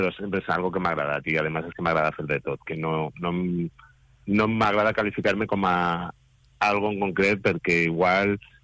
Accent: Guardamar del Segura, Valencian Community, Spain; moved away; en el meu poble, en Guardamar

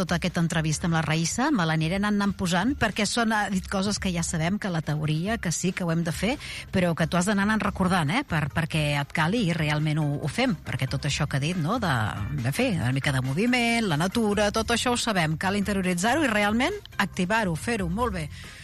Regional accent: Barcelona, Catalonia, Spain; now in Altafulla, Spain; jo parlo de com altafullenca o com a barcelonina afincada Altafulla

